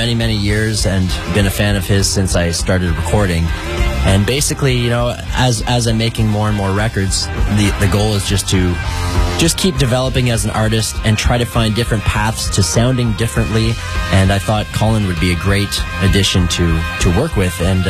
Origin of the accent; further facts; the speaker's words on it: Canada; now in Nashville, United States; being a Canadian living in Nashville